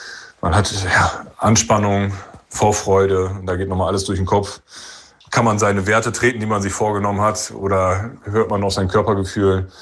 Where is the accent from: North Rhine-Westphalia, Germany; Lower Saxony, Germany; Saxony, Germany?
North Rhine-Westphalia, Germany; Münster; born there; now in Coesfeld, Germany; als geborener Münsteraner